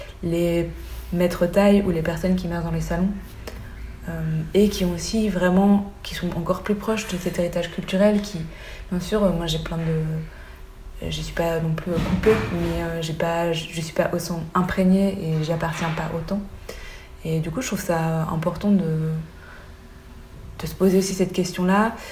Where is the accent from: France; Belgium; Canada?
Belgium; comme je suis belge